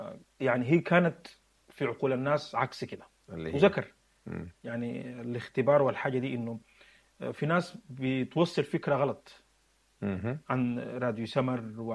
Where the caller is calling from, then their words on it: Canada; من كندا انا بحييك، بحيي زوجتك الفاضله